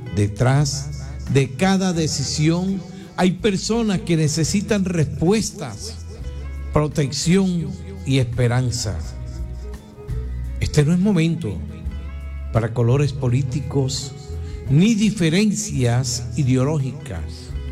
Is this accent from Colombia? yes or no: yes; Colombia; Somos colombianos, somos un pueblo trabajador, valiente, solidario, resiliente.